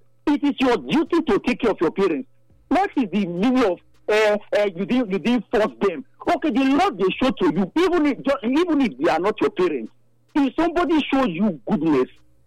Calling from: Benin City, Edo, Nigeria; I'm calling from Benin.

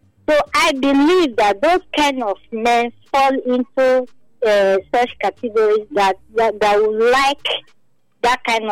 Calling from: Opa, Nigeria; from Opa.

